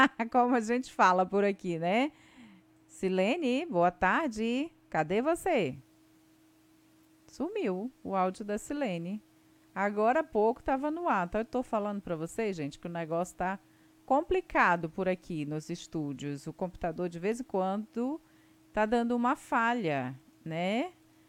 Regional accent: Tabatinga, Amazonas, Brazil; born there; also born or lived in Benjamin Constant / Santo Antônio do Içá; fui primeiro para o Juí, lá em Santo Antônio do Içá, né? Bem novinha, nasci em Tabatinga, fui para o Juí, depois voltei, vim para Benjamin Constant, fiquei em São José até os 9 anos de idade. Aí voltei para a sede, para Tabatinga, então eu sou daqui mesmo.

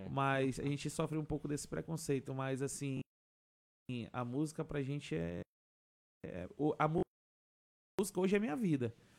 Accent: Manaus, Amazonas, Brazil; moved away as an adult; now in Tabatinga, Brazil; Sou de Manaus, sou de Manaus.

